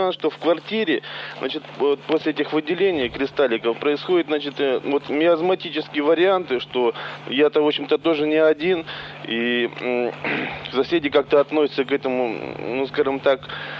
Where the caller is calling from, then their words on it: Moscow, Russia; мы с воробьем тоже московские оба